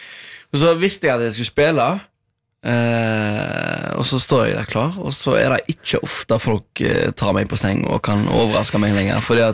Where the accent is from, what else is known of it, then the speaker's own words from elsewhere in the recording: Stord, Vestland, Norway; now in Oslo, Norway; Jeg var hjemme på Stord.